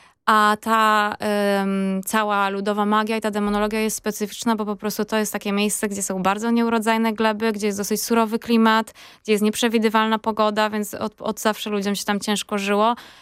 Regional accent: Kraków, Lesser Poland, Poland; Wychowywałam się w Krakowie, tak.

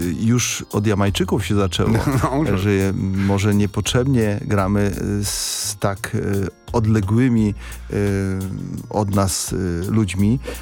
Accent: Lesser Poland, Poland; oni są góralami spod Kazbeku, my spod Giewontu.

